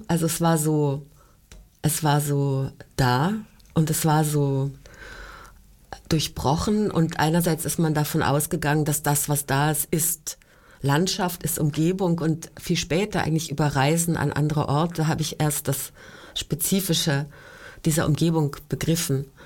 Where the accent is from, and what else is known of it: Salzgitter, Lower Saxony, Germany